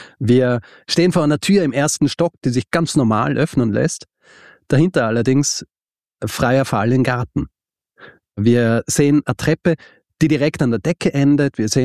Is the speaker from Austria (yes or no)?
yes; Austria; Genau, kein Radio, und ich bin Österreicher, und ich sage halt, ich spreche halt so einen Buchstaben aus, wie da steht, nicht?